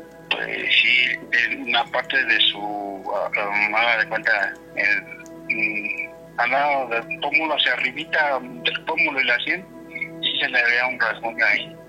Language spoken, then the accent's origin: Spanish; Tepito, Mexico City, Mexico; Mi abuelito nos llevaba a las luchas aquí a la colisa, pero nosotros somos aquí de Tepito.